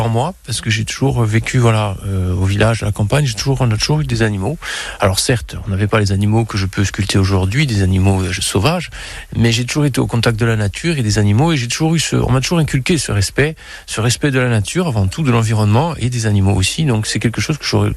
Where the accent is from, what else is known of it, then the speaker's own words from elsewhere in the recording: Petreto-Bicchisano, Corsica, France; ça a été mon village d'adoption puisque je suis originaire de Petrito-Béquizade. Et donc, j'ai rencontré mon épouse à Bastia et je me suis installé dans sa région, tout simplement.